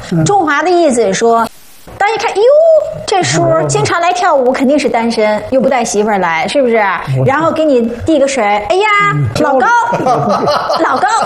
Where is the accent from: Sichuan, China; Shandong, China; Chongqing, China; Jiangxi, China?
Shandong, China; 我不是您那儿，但咱们都是山东人。